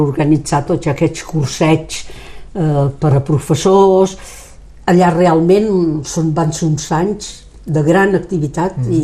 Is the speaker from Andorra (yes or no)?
no; France; Catalan is a second language; Per tant, vull aprendre català, sabent que sóc francès i que faig català perquè professionalment i políticament em va bé.